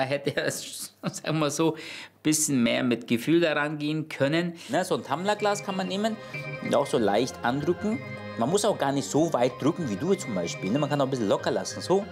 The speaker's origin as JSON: {"language": "German", "country": "Turkey", "said": "Ja, ich bin Türke, Knoblauch geht bei mir."}